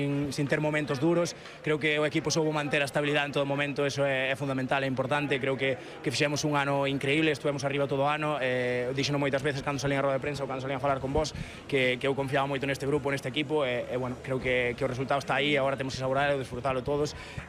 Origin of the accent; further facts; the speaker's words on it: Galicia, Spain; Eu son un galego de pura cepa, a casa tírame moito